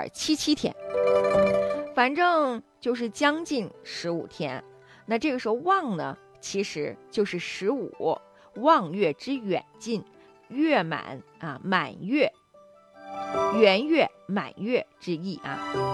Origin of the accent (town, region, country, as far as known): China